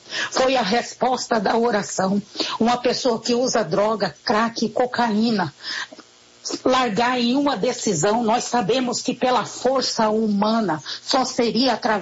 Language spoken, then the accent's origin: Portuguese; Mato Grosso do Sul, Brazil; sou aqui da cidade de Coxê, Mato Grosso do Sul.